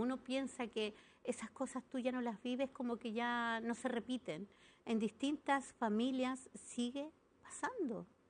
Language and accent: Spanish; Parral, Maule, Chile; born there; now in Bajos de Mena, Puente Alto, Chile; mi lugar de origen es Parral, pero nací, me crié en Parral, me malcrié en Bajos de Mena y me transformé en Bajos de Mena. Entonces, siento que le debo mucho a mi barrio.